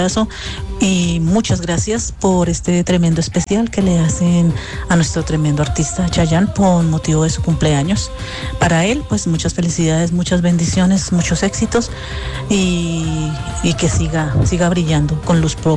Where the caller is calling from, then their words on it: Cúcuta, Norte de Santander, Colombia; pertenezco al Club Tremendas de … de Colombia.